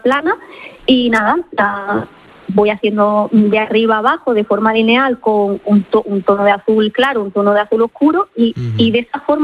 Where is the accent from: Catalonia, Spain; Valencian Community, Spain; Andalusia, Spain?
Andalusia, Spain; Almería; porque bueno, soy de Almería, aunque llevo muchísimos años aquí, y el mar siempre me ha llamado mucho.